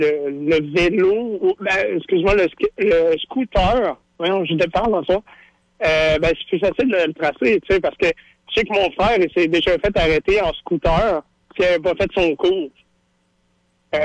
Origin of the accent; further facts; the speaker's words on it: Lévis, Quebec, Canada; Ben, moi, je suis de Lévis